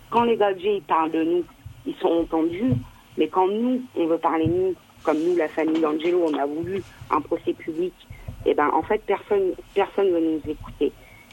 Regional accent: France

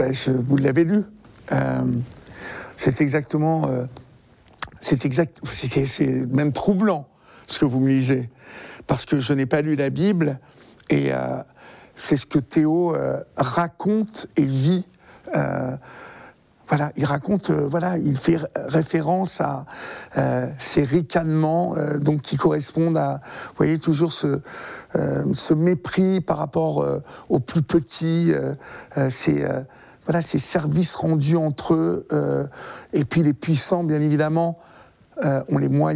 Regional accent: Évreux, Normandy, France; born there; quand j'étais enfant de chœur à Évreux

